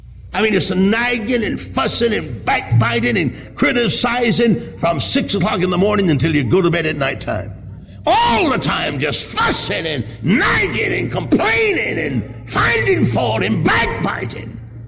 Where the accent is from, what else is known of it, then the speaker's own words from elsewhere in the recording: South Carolina, United States; born there; accent: Southern; I was born in South Carolina. My speech betrays me.